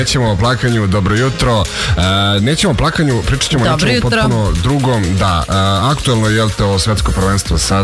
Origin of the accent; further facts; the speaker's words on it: Serbia; Aha, misliš kao mi Srbi.